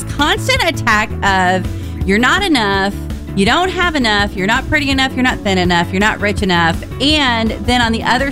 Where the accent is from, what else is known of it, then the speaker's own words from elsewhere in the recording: the South, United States; now in Oregon, United States; I'm from the South.